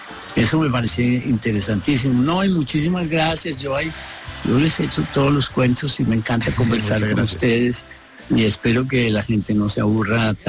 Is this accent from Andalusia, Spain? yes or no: yes; Andalusia, Spain; accent: Andalusian; que era oír al teniente Columbo y a Gandhi hablando el andaluz, eso era muy poco creíble. Nosotros tenemos un acento muy, muy versátil, ¿no? Muy maleable.